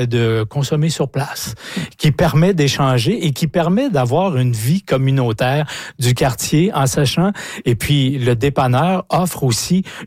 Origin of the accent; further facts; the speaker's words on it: Saint-François-d'Assise, Quebec, Canada; moved away; qui me ramène dans mon patelin d'origine, Saint-François d'Assise